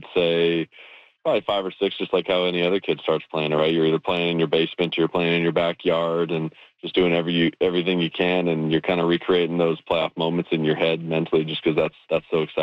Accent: Canada; I've been a diehard Jays fan my whole life growing up in Canada.

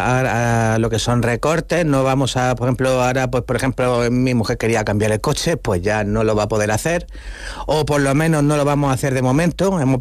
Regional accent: Cartagena, Region of Murcia, Spain; Soy de Cartagena, nací aquí, tuve toda la vida viviendo aquí.

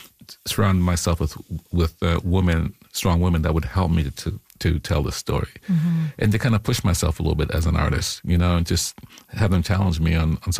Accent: Jamaica; born there; I was born in Jamaica, you know, and so the idea of magic and reality operating on the same plane is not unusual for me.

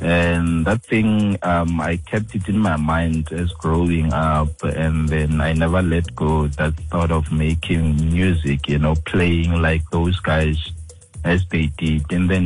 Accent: Lephalale, Limpopo, South Africa; now in Pretoria, South Africa; I'm from Limpopo in Lephalale, but currently I'm based in Pretoria.

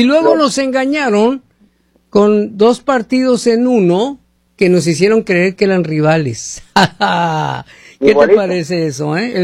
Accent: Mexico

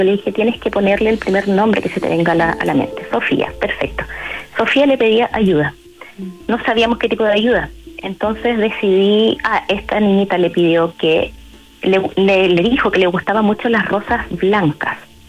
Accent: Curicó, Maule, Chile; Bueno, yo empezando soy de Curicó.

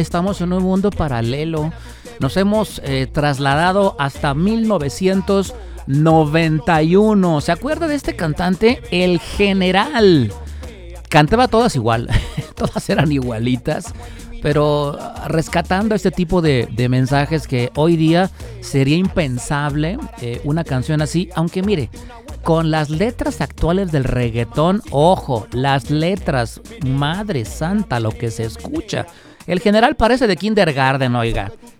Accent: Guadalajara, Jalisco, Mexico; Los que somos orgullosamente tapatías

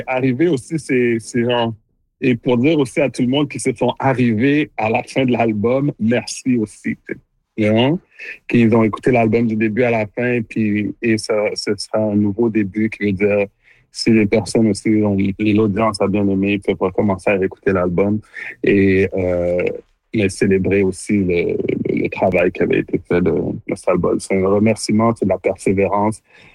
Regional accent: Montreal, Quebec, Canada; born there

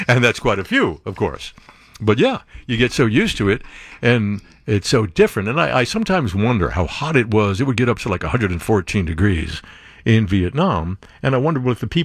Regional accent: Dayton, Ohio, United States; I'm from Dayton, Ohio, home of the Wright brothers.

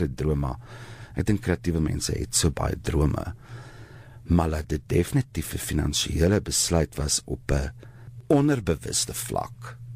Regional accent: Memel, Free State, South Africa; also born or lived in Vrede; Ek is gebore en groot geword op Memel in die Vrystaat en ek was op Vrede in die skool. Ek is baie trots daarop. Dit is my baie lekker om te sê ek kom van daai wêreld af

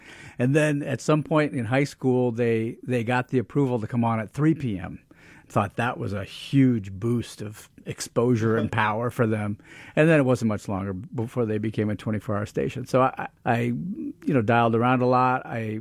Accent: Chicago, Illinois, United States; But no, I grew up in Chicago. And when I was a kid, we would go up north to northern Wisconsin on vacation.

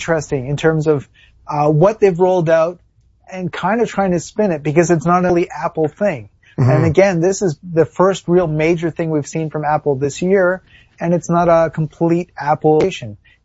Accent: Canada; it's weird being Canadian because we're kind of in between the UK and the American experience

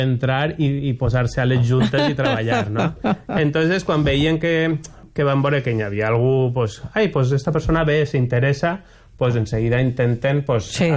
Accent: Vinaròs, Valencian Community, Spain; also born or lived in Castelló; jo vaig néixer a Castelló, evidentment, perquè no hi havia hospital encara a Vinaròs, però bueno, tota la meva vida ha sigut aquí a Vinaròs. Fins al que me'n vaig anar a estudiar fora. Vaig anar a estudiar a València arquitectura

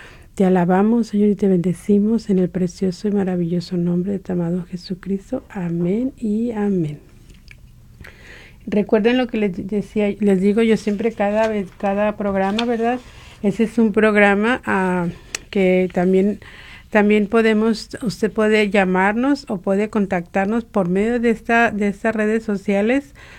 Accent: Mexico; Es septiembre, el mes patrio para nosotros los que somos mexicanos.

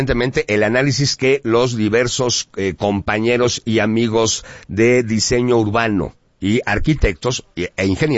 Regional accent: Puebla, Mexico; nosotros como poblanos

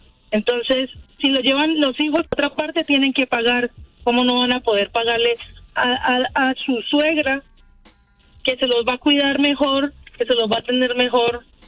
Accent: Colombia; now in Tracy, United States; ¡Soy colombiana!

